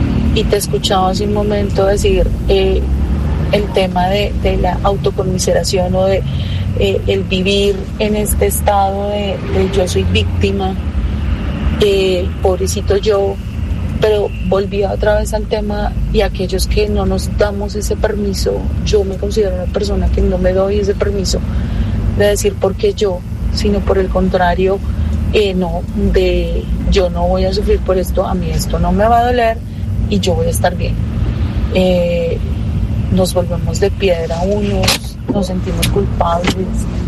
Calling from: Bogotá, Colombia; yo vivo en Bogotá

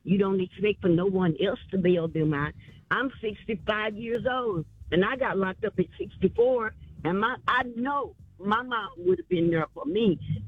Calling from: Jonesboro, Louisiana, United States; And I'm calling from Jonesboro, Louisiana.

